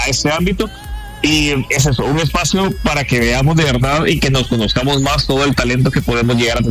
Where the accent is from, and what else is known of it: El Salvador